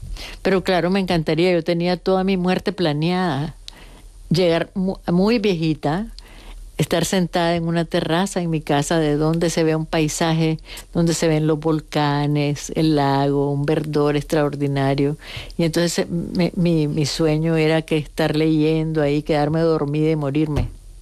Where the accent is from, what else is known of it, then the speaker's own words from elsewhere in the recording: Nicaragua; Entonces, a mí la nicaragüanidad no me la quita nadie. Soy muy nicaragüense.